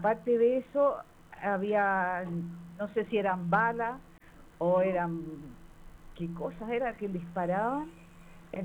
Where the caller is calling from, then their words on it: Chile; vivo aquí en Viana.